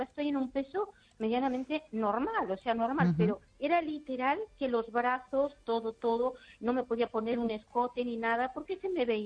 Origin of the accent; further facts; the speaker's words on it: Ourense, Galicia, Spain; aquí de Orense, ¿sabes?